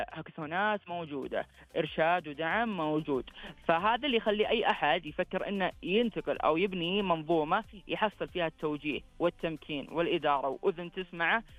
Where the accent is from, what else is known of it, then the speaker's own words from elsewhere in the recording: Saudi Arabia; هذا حلم لنا إحنا كسعوديين، راح ننشر ثقافتنا للكل،